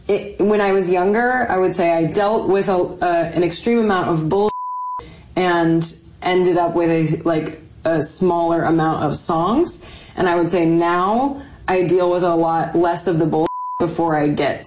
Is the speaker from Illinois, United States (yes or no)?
yes; Chicago, Illinois, United States; now in Los Angeles, United States; For me, I am from Chicago, so there's always a little bit of something about LA that I'm like, this is a concrete hell.